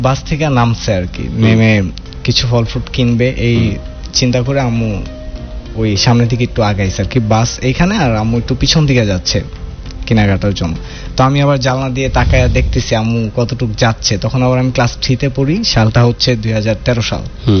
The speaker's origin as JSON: {"language": "Bangla", "town": "Narayanganj", "region": "Dhaka Division", "country": "Bangladesh", "tie": "born or raised there", "also_born_or_lived": "Mymensingh", "said": "তো আমি মাইনসিং থেকে বিলং করি, আর ছোটবেলা থেকে বেড়ে ওঠা নারায়ণগঞ্জে আমার আব্বুর জব পারপাসের কারণে আর কি।"}